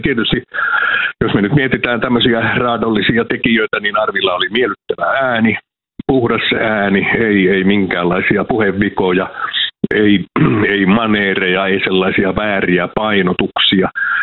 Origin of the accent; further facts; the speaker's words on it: Savonia, Finland; mä oon semmoinen yleis-itäsuomalainen, eli että mä oon savolainen, mutta kyllä tämä itäsuomalainen mielenlaatu ja kieli